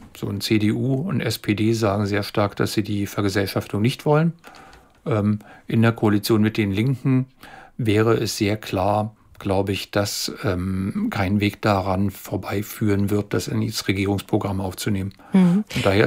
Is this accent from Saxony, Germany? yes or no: no; Berlin, Germany; ich bin ja wirklich in Berlin aufgewachsen, ist meine Heimat. Ich war zwischendurch 10 Jahre weg, bin dann nie wieder zurückgekommen.